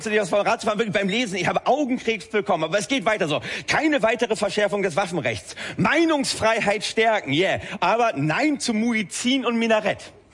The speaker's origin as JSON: {"language": "German", "region": "Lower Saxony", "country": "Germany", "said": "Nein, ich komme ja aus Niedersachsen. Ne? Hinter jeder Idylle lauert die Gülle. Du, ja. Meine Heimat Oldenburger Land, da wo Mensch und Tier enger zusammenleben, als es von der Natur vorgesehen war."}